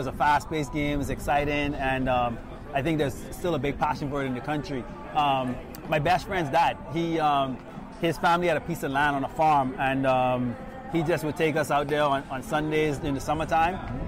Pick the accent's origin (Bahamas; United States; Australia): Bahamas; Yeah, I mean, like, obviously it's a lot more laid back than New York, I'll tell you that, you know what I mean? And so definitely a real calm lifestyle. But grew up playing fast-paced softball.